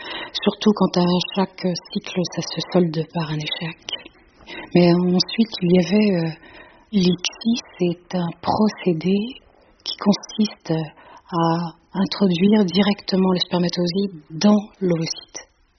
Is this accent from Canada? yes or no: no; Nantes, Pays de la Loire, France; also born or lived in Nevers; now in Quissac, France; à Nantes, dans ma ville d'origine.